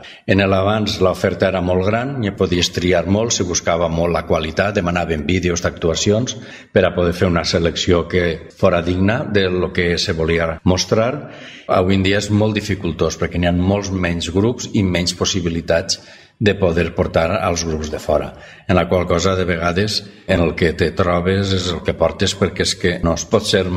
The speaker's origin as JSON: {"language": "Catalan", "region": "Valencian Community", "country": "Spain", "said": "qui perd les seues senyes per la identitat i nosaltres som valencians."}